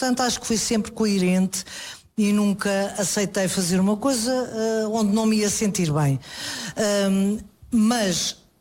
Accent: Lisbon, Portugal; Eu sou lisboeta, nasci em Lisboa

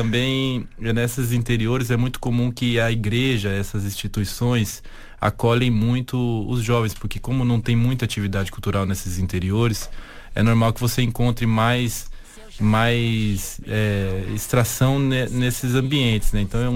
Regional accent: Amazon, Brazil; a mistura de ser skatista, de ser pintor, de ser do interior da Amazônia, de viver aqui, de trabalhar como um artista, viver disso.

